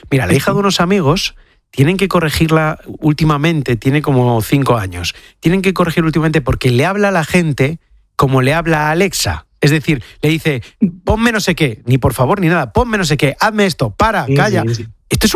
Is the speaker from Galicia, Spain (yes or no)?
yes; O Carballiño, Galicia, Spain; yo barro para mi tierra, La fiesta del pulpo de Ocarballiño, en Ourense